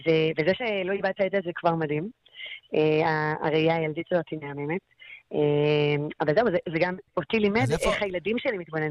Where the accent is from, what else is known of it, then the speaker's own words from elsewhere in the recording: Giv'at Shmuel, Central District, Israel; now in Mitzpe Ramon, Israel; גדלתי במרכז, בגבעת שמואל, וכולי כזה ילדת מרכז, לא רואה נוף ממטר, יותר קניונים כזה.